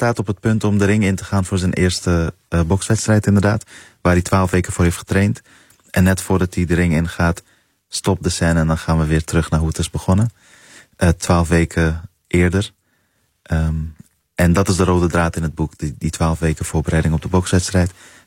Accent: Netherlands; het Plan van Gol, de wijk die centraal staat ook in het boek waar ik ben opgegroeid.

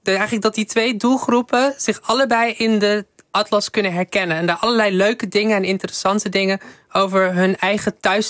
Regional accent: North Brabant, Netherlands; Ik kom ook uit Brabant, wel uit het hele andere gedeelte van Brabant.

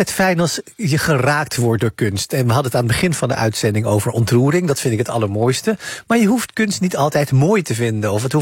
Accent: Oudenbosch, North Brabant, Netherlands; Ik zelf ben in Oudenbosch opgegroeid, een klein dorpje in Brabant.

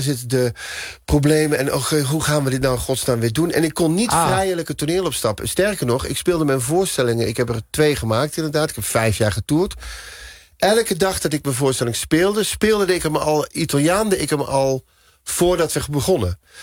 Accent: Veghel, North Brabant, Netherlands; En ik kom uit Veghel, dus.

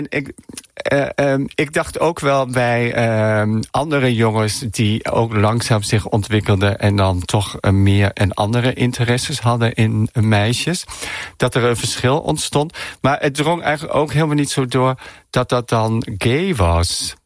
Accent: Friesland, Netherlands; Ik ben opgegroeid op het Friese platteland. Mijn ouders hadden een hele grote boerderij. En wij hadden heel veel ruimte om overal te spelen. En dan, het was een heel klein dorpje in Friesland.

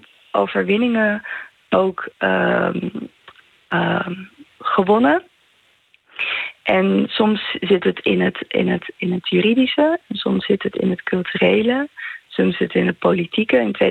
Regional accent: Bolivia; moved away; En ik ben dan zelf uit Bolivia.

